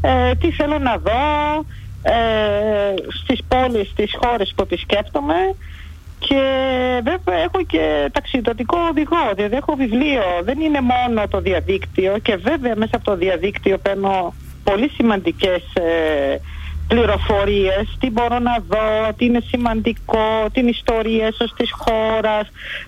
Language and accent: Greek; Berlin, Germany; Εγώ μεγάλωσα στην Γερμανία, ήταν γονείς μετανάστες εκεί.